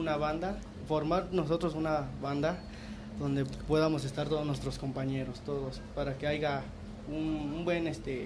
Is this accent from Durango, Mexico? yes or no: no; Texcoco, State of Mexico, Mexico; igual soy del pueblo de Santa María Tecuanulco y soy igual trombonero